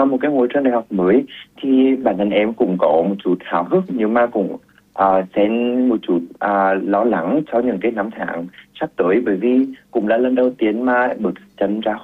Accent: Vinh, Nghệ An, Vietnam; moved away as an adult; now in Hanoi, Vietnam; em được sinh ra và lớn lên ở thành phố Vinh, Nghệ An ạ.

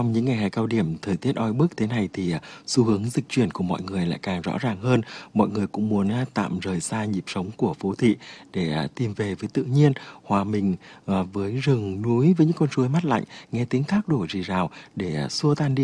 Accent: Nghệ An, Vietnam

